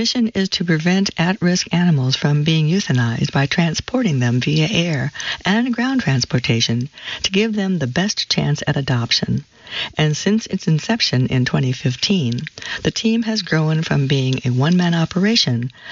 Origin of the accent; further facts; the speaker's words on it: Oregon, United States; born there; also born or lived in New York City; Although I was born in Oregon, my family spent five of my formative years in New York City, where my father attended university.